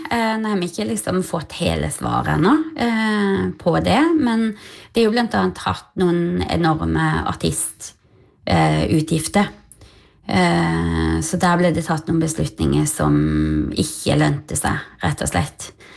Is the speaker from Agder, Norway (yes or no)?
yes; Vennesla, Agder, Norway; now in Notodden, Norway; Jeg fra Vennesla i Agder, så ja, men, jeg er fra et lidested da, som ligner ganske mye.